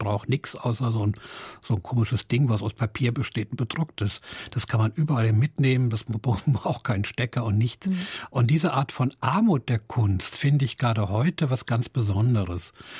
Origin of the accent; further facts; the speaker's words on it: Hesse, Germany; also born or lived in Frankfurt; now in Berlin, Germany; ich komme ja aus der Nähe von Gießen, aus einem kleinen Dorf.